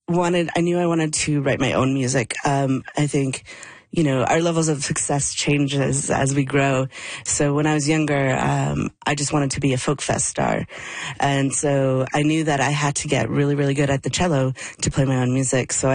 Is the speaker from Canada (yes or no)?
yes; Edmonton, Alberta, Canada; when I grew up in Edmonton